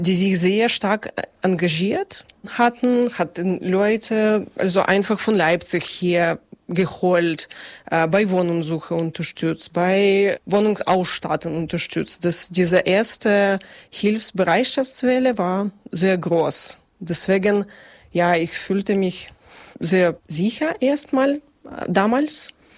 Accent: Kyiv, Ukraine; German is a second language; now in Zeitz, Germany; weil ich komme aus Großstadt, aus der Hauptstadt Kiew. Aber ich bin trotzdem gewöhnt zu diesen kurzen Wegen

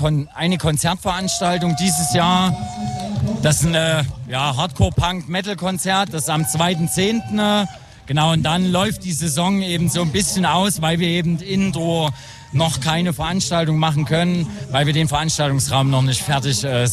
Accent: Grimma, Saxony, Germany; Also in meiner Jugend war in Grimma durchaus noch sehr viel los, aber tatsächlich ist das so ab Mitte der Nullerjahre immer weniger geworden, weil halt immer mehr Leute weggezogen sind oder halt nach Leipzig abgewandert sind.

